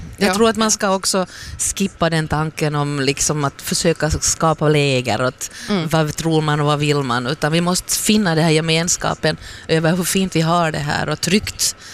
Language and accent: Swedish; Sweden; first language Swedish; lite då svenska med tanke på att det är mitt modersmål